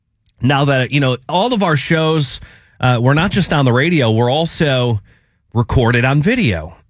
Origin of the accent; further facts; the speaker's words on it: Florida, United States; When I told them I was from Florida